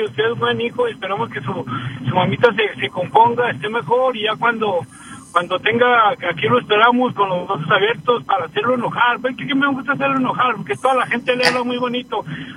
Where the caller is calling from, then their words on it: Colorado, United States; ¿Cómo está el tiempo de aquí en Colorado?